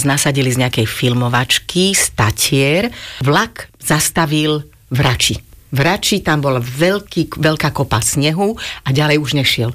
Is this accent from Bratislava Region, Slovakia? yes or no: yes; Bratislava, Bratislava Region, Slovakia; vyrastala som úplne od malilinkata, od jasličiek, škôlky, základnej školy, gymnázia. Všetko som absolvovala v týchto Krasňanoch